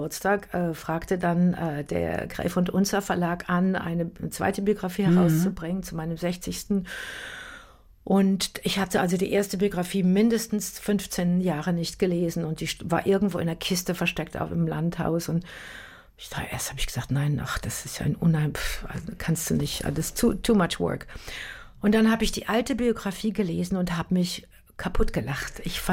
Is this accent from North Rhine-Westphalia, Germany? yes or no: yes; Münster, North Rhine-Westphalia, Germany; born or raised there